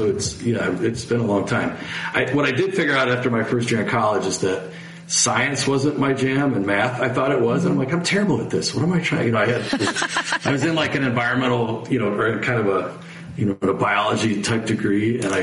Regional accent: Bartlett, Illinois, United States; now in Chicago, United States; Bartlett. And I went to school district U46, K through 12. So it's public schools out there. And so now I live on the south side in Beverly in Chicago. And, you know, it's pretty far from Bartlett where I grew up.

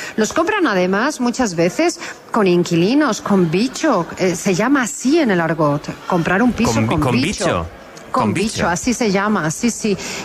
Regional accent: Madrid, Community of Madrid, Spain; Yo soy de Madrid, pues Madrid para los madrileños y Sevilla para los sevill

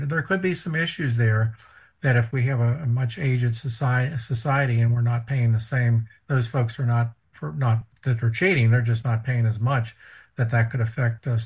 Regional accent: Ohio, United States; When I grew up in Ohio, never knew about North Carolina.

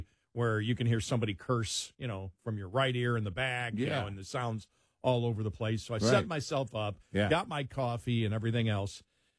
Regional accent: Buffalo, New York, United States; I'm from Buffalo, so I never trust any of my teams going to do good luck.

